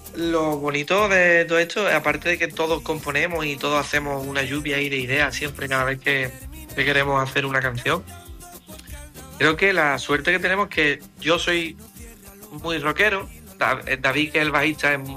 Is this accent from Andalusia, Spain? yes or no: yes; Cádiz, Andalusia, Spain; En Cádiz vamos a hacer solo una, igual que el año pasado, que es en mi tierra, que es súper especial